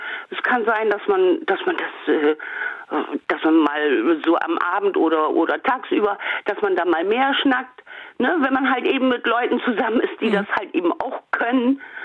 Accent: Northern Germany, Germany; accent: Plattdeutsch; ich bin damit groß geworden, ne? Also ich bin dreisprachig aufgewachsen, Hochdeutsch, Plattdeutsch und Schlesisch

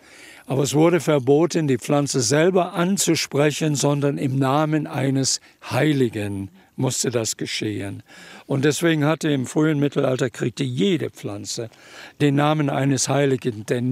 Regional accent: Oldenburg, Lower Saxony, Germany; Das haben wir als Kinder in Oldenburg

